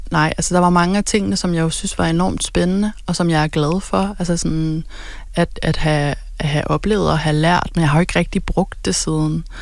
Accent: Farum, Capital Region of Denmark, Denmark; moved away; Jeg er fra Farum

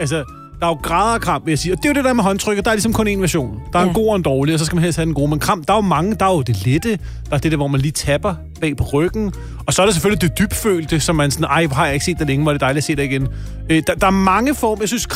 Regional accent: Zealand, Denmark; jeg synes, det bliver meget tydeligt, at du kommer fra Jylland, og jeg kommer fra Sjælland.

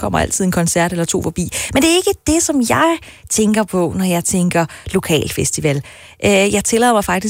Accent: Copenhagen, Capital Region of Denmark, Denmark; jeg selv som københavner

